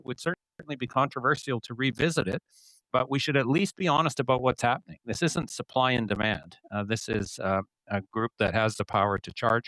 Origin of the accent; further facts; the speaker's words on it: Alberta, Canada; I'm not sure Albertans would hate it. I was born and raised in Alberta.